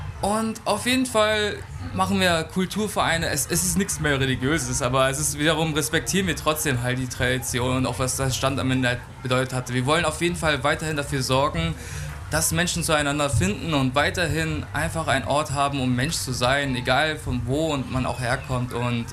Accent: Braunschweig, Lower Saxony, Germany; Also ja, ich bin aus Braunschweig.

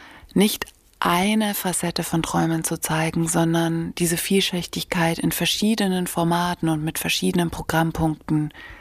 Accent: Bavaria, Germany; moved away as an adult; also born or lived in Stuttgart / Berlin; now in Hildesheim, Germany; Ich bin 1984 im Allgäu geboren und dort auch aufgewachsen mit zwei Brüdern.

